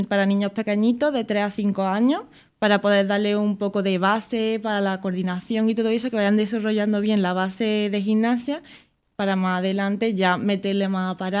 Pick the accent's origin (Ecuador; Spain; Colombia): Spain; Lucena, Andalusia; Claro, porque yo soy de Lucena y allí sí hay un club de gimnasia artística.